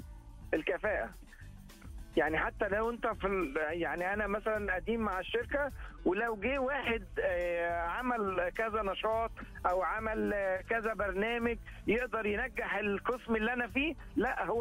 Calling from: Riyadh, Riyadh Province, Saudi Arabia; من الرياض.

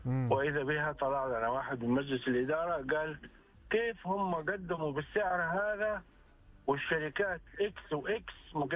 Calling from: Jeddah, Makkah Province, Saudi Arabia

